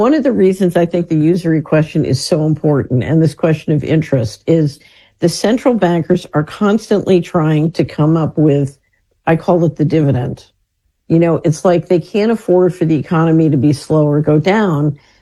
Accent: Philadelphia, Pennsylvania, United States; Yeah, I grew up in West Philadelphia.

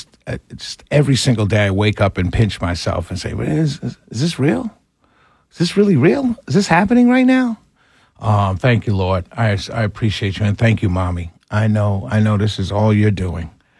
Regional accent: New York City, New York, United States; moved away as an adult; now in Atlanta, United States; I grew up in New York City, as many of you already know. I grew up in Harlem, a little village in New York City called Harlem, the greatest little village in the entire world.

